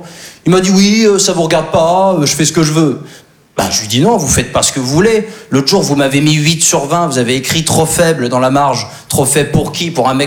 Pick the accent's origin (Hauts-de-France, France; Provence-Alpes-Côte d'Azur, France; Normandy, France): Normandy, France; Alors moi, je suis originaire de Basse-Normandie. Il y en a qui voient un petit peu où c'est la Basse-Normandie?